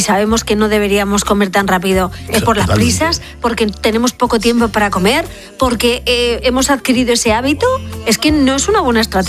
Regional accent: Spain; es verdad que los españoles somos los europeos que menos tiempo dedicamos al almuerzo durante nuestra jornada laboral.

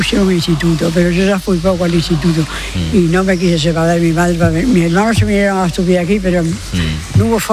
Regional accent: Extremadura, Spain; moved away as an adult; now in Seville, Spain; me he criado en un pueblo. Soy extremeña.

